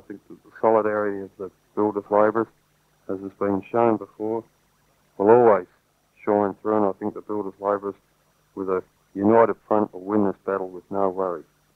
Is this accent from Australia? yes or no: yes; South Australia, Australia; and I don't come from Melbourne, I come from South Australia